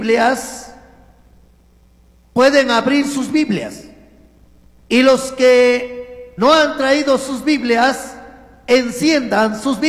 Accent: Colta, Chimborazo, Ecuador; now in Cuenca, Ecuador; de La Suay, Cantón Cuenca, en donde Dios me ha permitido servir como pastor. Pero soy de la provincia del Chimborazo, Cantón Colta, Parroquia Santiago de Quito.

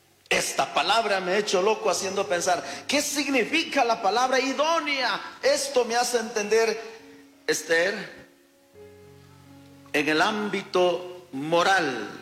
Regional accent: Chimborazo, Ecuador; yo soy de Cacha

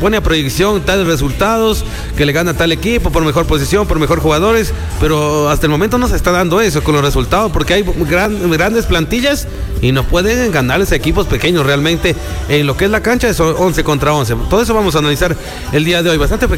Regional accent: Ecuador; ya perdió Ecuador, no podemos hacer nada, somos ecuatorianos

